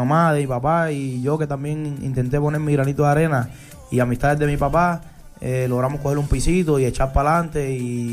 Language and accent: Spanish; Cuba; moved away; nosotros somos cubanos